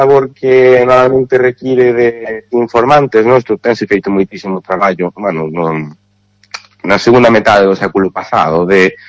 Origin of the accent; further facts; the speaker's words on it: Carballo, Galicia, Spain; son de Carballo, que pues además me hace moitísima ilusión dirixir … aquí en Carballo temos unha tradición moi grande de música tradicional galega